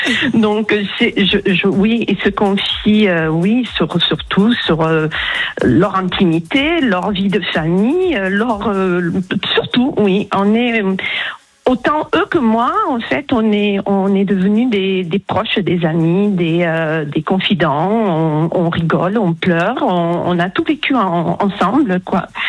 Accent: Toulouse, Occitanie, France; Alors je suis de Toulouse, au soleil.

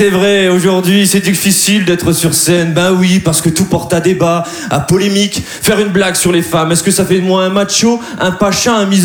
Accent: Dunkirk, Hauts-de-France, France; Eh bien, moi, je suis de Dunkerque.

